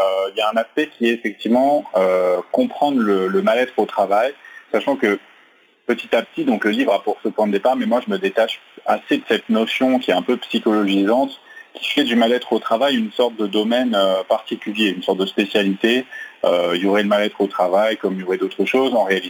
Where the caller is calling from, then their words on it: Saintes, Nouvelle-Aquitaine, France; Et non, je suis chez moi, à Saintes, en Charente-Maritime.